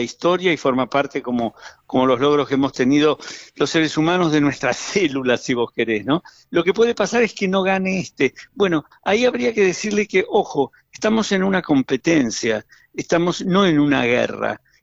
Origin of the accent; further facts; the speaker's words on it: Argentina; soy argentino yo también